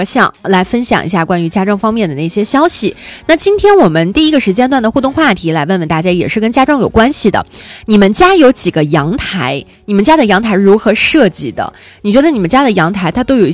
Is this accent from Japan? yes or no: no; northern China, China; 我作为一个北方人是真的接受不了，